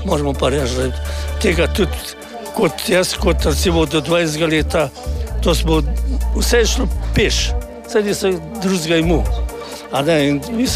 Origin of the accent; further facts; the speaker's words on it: Jesenice, Upper Carniola, Slovenia; jaz sem iz Jesenic. Drugač sem se preživel drugo svetovno vojno na Jesenicah, nisem bil nič izseljen